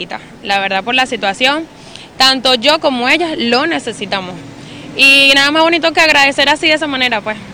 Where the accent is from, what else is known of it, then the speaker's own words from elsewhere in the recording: La Guaira, Venezuela; born there; No me voy de mi estado de La Guaira, y no, yo soy de aquí, de La Guaira, y aquí nací, aquí me quedo